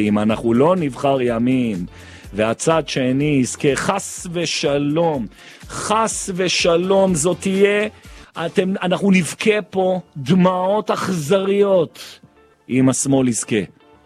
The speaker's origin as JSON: {"language": "Hebrew", "town": "Jerusalem", "region": "Jerusalem District", "country": "Israel", "said": "אני ירושלמי, ואני שרוף ירושלים."}